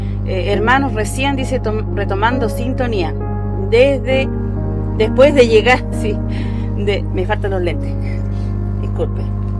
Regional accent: San Pablo, Los Lagos, Chile; Yo soy igual de San Pablo

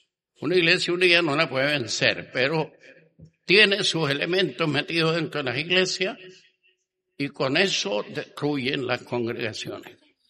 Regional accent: Chile; el nombre que nosotros le damos acá a vulgar como chileno.

